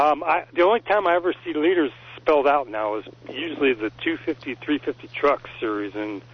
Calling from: Royal Oaks, California, United States; in Royal Oaks.

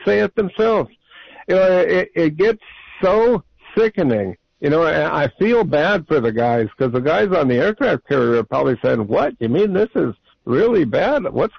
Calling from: Salinas, California, United States

